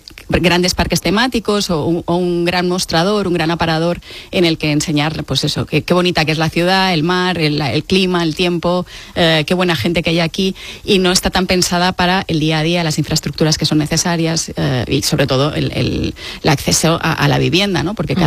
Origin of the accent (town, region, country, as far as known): Balearic Islands, Spain; moved away as an adult; now in Barcelona, Spain